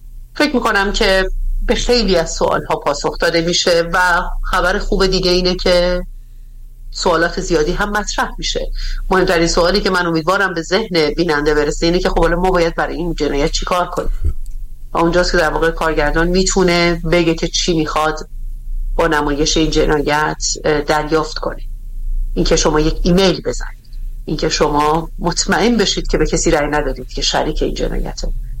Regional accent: Iran; من به شخصه به عنوان یک ایرانی طبیعتاً و به عنوان یک جامعه شناس

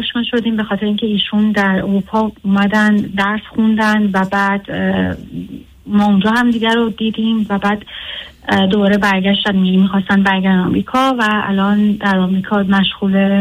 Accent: Iran; خب من توی ایران بزرگ شدم

